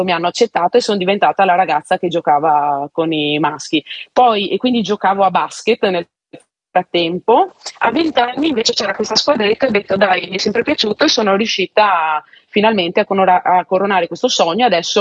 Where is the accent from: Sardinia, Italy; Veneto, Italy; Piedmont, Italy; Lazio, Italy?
Veneto, Italy; Venice; già da piccola nei campielli veneziani, infatti essendo veneziana, giocavo con i maschi